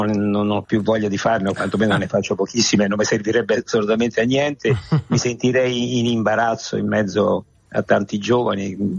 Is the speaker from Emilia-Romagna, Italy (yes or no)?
no; Rome, Lazio, Italy; sono romano.